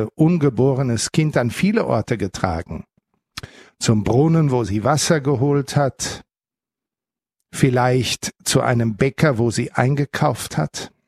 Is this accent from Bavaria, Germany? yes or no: no; North Rhine-Westphalia, Germany; ich denke an meine Heimat, wo unser Wallfahrtsort, der sehr nahe meiner Heimat ist, 12 Kilometer von meinem Elternhaus entfernt, in Werl